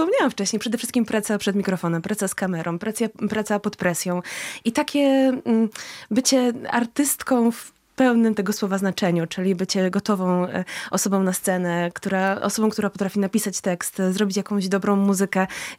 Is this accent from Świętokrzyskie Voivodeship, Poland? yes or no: yes; Pińczów, Świętokrzyskie Voivodeship, Poland; Pińczowianka